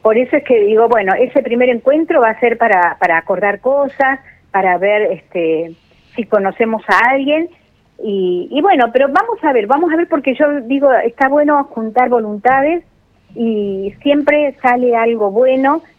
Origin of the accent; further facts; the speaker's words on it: Astra, Chubut, Argentina; acá viste que somos de Astra